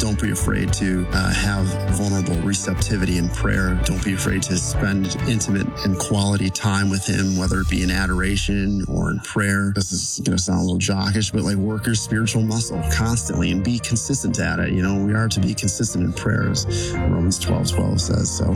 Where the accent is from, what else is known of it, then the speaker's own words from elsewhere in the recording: Orchard Park, New York, United States; I'm from Orchard Park, New York.